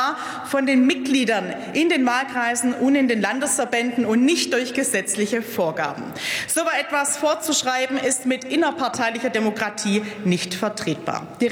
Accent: Baden-Württemberg, Germany; Weil ich komme aus Baden-Württemberg.

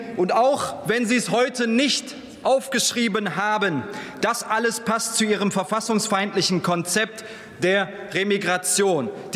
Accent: Krefeld, North Rhine-Westphalia, Germany; moved away; Ich komme ursprünglich aus Krefeld.

